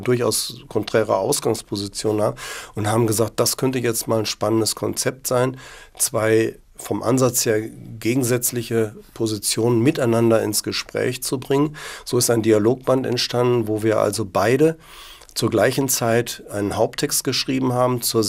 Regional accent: Germany; moved away as an adult; now in Vienna, Austria; ich stamme aus Deutschland, man hört das ja auch an meiner Aussprache.

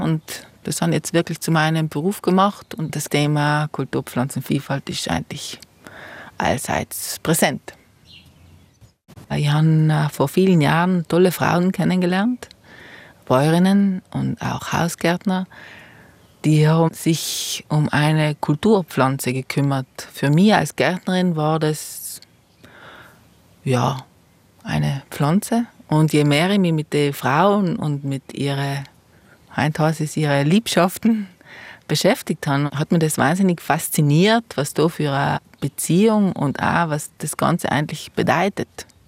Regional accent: Trentino-Alto Adige, Italy; Also ich komme ursprünglich aus dem Eisacktal, bin ein Zugraster.

